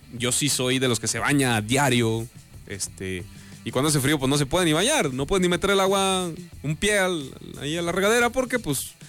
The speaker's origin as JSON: {"language": "Spanish", "town": "Monclova", "region": "Coahuila", "country": "Mexico", "moved": "as an adult", "lives_now": "Saltillo, Mexico", "said": "Recuérdense que yo soy de Monclova."}